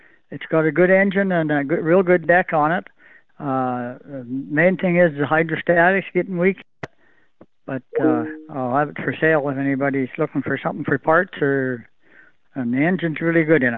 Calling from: Rathwell, Manitoba, Canada

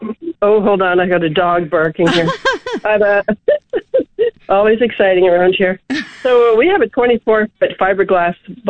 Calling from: Shaunavon, Saskatchewan, Canada; Hi, good morning. I'm calling from Shaunavon.

